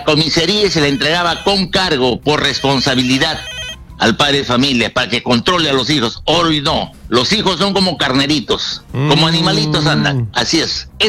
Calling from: Junín, Peru; de la Selva Central, Junín.

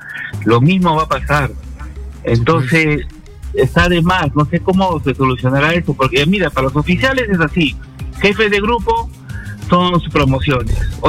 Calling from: Lima, Peru; De acá del centro de Lima, estoy en el centro de Lima.

